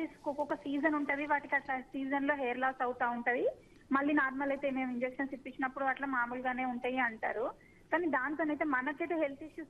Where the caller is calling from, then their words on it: Hyderabad, Telangana, India; నేను హైదరాబాద్ నుంచి మాట్లాడుతున్నాను మేడం.